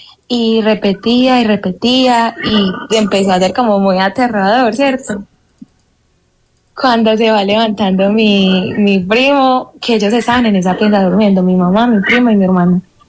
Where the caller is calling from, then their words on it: Medellín, Antioquia, Colombia; Desde Medellín, pero antes quiero aclarar que soy la prima de Matías.